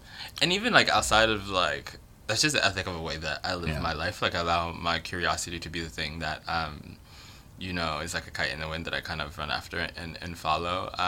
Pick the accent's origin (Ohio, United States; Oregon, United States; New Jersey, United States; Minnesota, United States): New Jersey, United States; moved away as an adult; also born or lived in New York; now in Louisville, United States; I'm an East Coast baby through and through. I grew up in New Jersey, lived in New York, and then moved here.